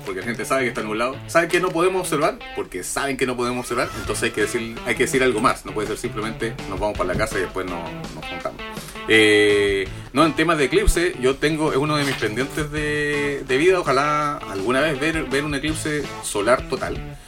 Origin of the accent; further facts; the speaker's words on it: Chile; los chilenos cantamos el himno de Chile cuando tuvimos el eclipse solar del 2019.